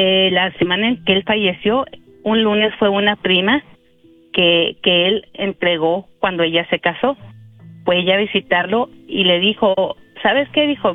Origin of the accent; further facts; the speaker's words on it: Chihuahua, Mexico; nosotros somos de Chihuahua